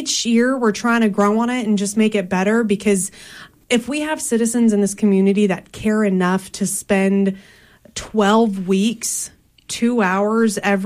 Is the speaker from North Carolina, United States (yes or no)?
no; Texas, United States; now in Lawton, United States; I'm from South Texas